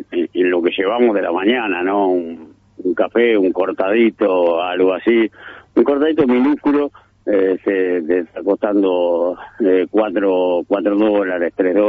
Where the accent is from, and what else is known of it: Uruguay